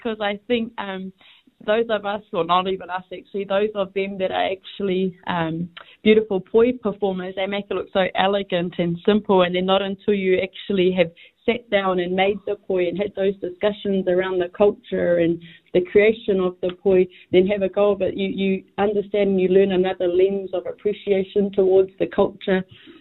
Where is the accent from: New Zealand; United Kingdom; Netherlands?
New Zealand; first language Māori; English is a second language; So I was fortunate, to be a native speaker, and te reo Māori was my first language.